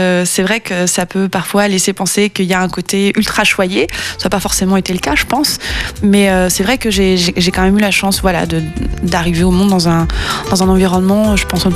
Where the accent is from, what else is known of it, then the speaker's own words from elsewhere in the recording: France; born there; Milieu social, bon, je suis née en France, milieu, je vais dire, lambda.